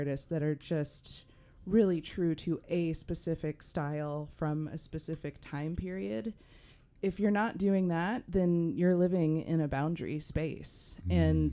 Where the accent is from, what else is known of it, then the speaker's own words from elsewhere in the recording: Kentucky, United States; Actually, growing up in Kentucky, my house literally is on a county boundary. So our house is actually in no zip code.